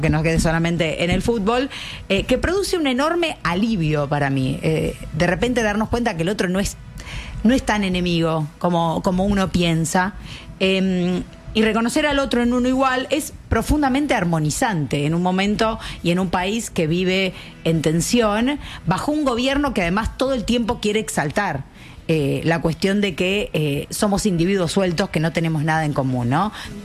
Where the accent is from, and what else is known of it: Argentina